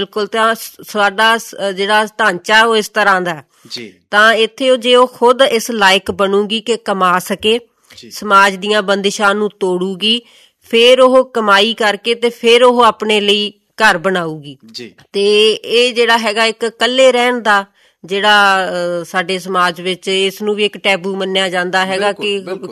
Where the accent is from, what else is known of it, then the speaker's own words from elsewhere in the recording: Muktsar district, Punjab, India; ਇੱਕ ਕਿਸਾਨੀ ਪਰਿਵਾਰ ਹੈ, ਪਿੰਡ ਲੱਖੇਵਾਲੀ, ਜ਼ਿਲ੍ਹਾ ਮੁਕਤਸਰ